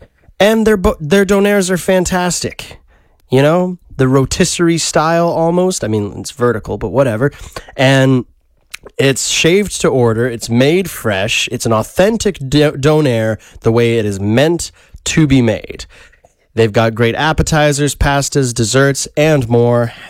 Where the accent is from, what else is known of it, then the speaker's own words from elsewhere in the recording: Ontario, Canada; now in Yorkton, Canada; I'm from Ontario.